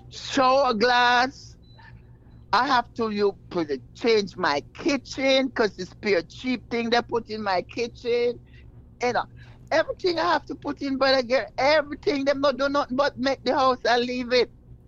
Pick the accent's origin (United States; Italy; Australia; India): Italy; I'm from Italy, Brother Gary.